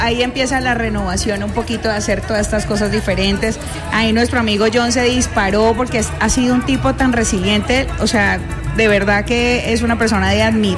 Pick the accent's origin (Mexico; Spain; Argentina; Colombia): Colombia; Caribbean Region; accent: costeño; also born or lived in Villavicencio, Meta; Yo nací en Villavicencio y me criaron en la costa atlántica